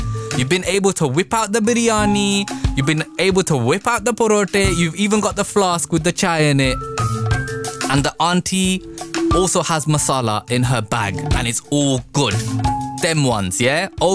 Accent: United Kingdom; Like, as British Asians, we love a good picnic, man

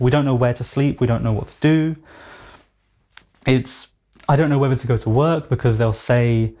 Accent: London, United Kingdom; born there; I was born in London.

